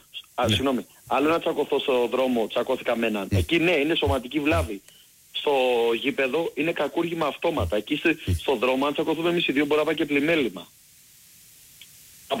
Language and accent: Greek; Greece; εγώ, σαν Έλληνας πολίτης